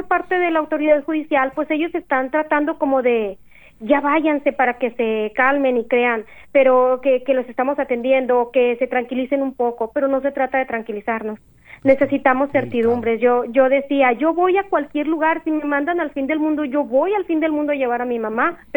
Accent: Mexico

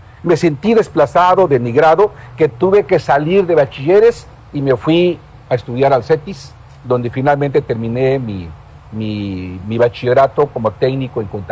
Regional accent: Tlalixtaquilla de Maldonado, Guerrero, Mexico; born or raised there; moved away; also born or lived in Alcozauca

